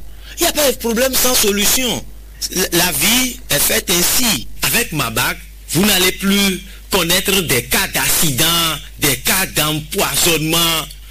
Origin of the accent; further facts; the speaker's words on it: Benin; Moi, je suis béninois.